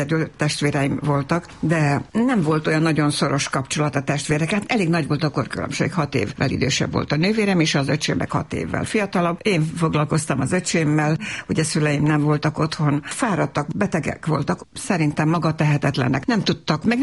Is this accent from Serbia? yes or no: yes; Novi Sad, Vojvodina, Serbia; Hát Újvidéken, a városban nőttem fel, szerb környezetben, tehát az utcán szinte ugyanabban az időben tanultam meg magyarul is, meg szerbül is